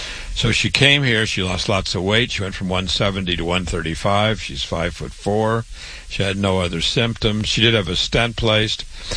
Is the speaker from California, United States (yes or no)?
no; Waterloo, Iowa, United States; I was born and raised in Waterloo, Iowa. I went to public school there.